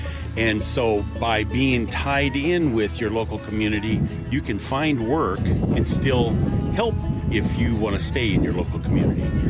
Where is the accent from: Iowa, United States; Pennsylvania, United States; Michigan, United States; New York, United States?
Iowa, United States; now in Omaha, United States; And just the fact that we're in Yankton today, and it's a smaller community where I come from, growing up in Northwest Iowa, but currently live in Omaha